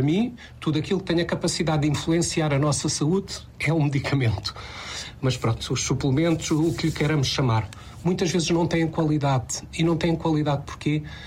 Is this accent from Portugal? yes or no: yes; Alentejo, Portugal; Eu, por exemplo, sou alentejano